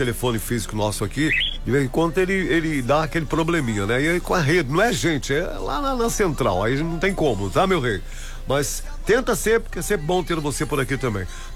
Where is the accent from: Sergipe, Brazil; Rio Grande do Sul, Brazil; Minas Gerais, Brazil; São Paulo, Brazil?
Minas Gerais, Brazil; Lima Duarte; moved away; Dá um pulinho lá na minha terra, lá em Lima Duarte.